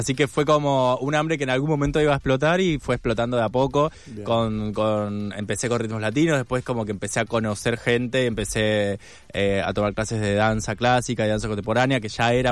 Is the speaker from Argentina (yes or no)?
yes; San Juan, Argentina; moved away as an adult; now in Buenos Aires, Argentina; nací en San Juan y viví ahí hasta los 20, que me vine a Capital.